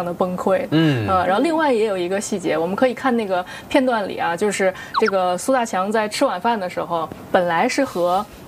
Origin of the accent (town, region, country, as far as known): China